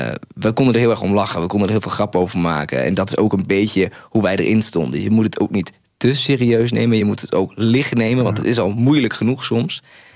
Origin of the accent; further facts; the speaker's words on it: Groningen, Netherlands; Zo hard vond ik hem nog niet eens. Ze vonden mij juist heel direct als Groninger.